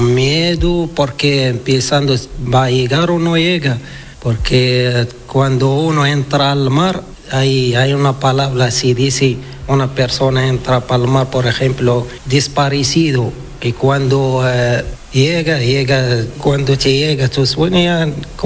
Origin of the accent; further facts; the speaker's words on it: Laayoune, Western Sahara; moved away as an adult; now in Spain; Soy del Sahara Occidental de Lyon, capital.